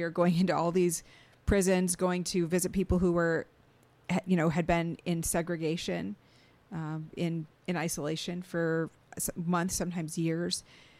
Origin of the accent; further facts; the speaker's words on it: Wisconsin, United States; Well, I am actually from rural northern Wisconsin. I spent my early years living in a one-room schoolhouse with my family north of Highway 29 in Taylor County.